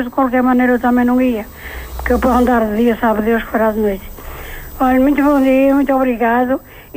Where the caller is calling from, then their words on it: Gondomar, Norte, Portugal; Medas Gondomar.